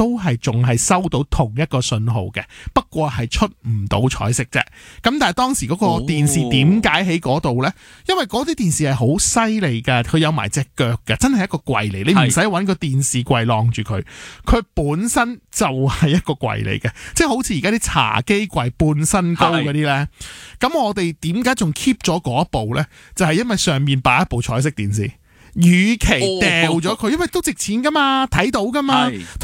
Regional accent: Hong Kong; 我哋香港人

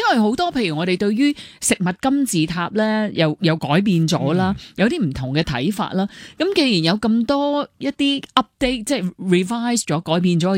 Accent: China; 我哋中国人咧好多说话真系好鬼死啱

